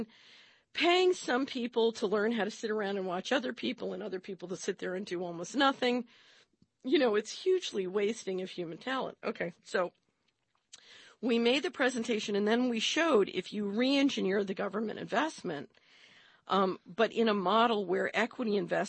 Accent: Philadelphia, Pennsylvania, United States; I grew up in Philadelphia.

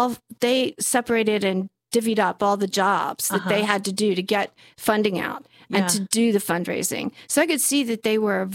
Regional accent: New Jersey, United States; also born or lived in Dayton, Ohio; now in Michigan, United States; And I am not a Michigander, which my husband always teases me about. I'm actually from New Jersey.

